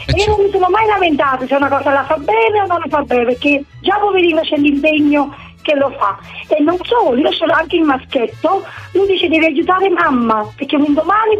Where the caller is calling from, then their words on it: Pompei, Campania, Italy; buongiorno da Pompei.